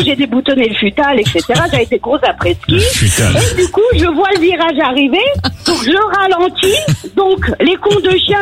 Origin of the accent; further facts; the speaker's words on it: Vigneux-sur-Seine, Île-de-France, France; Je suis du 91 de Vigneux-sur-Seine.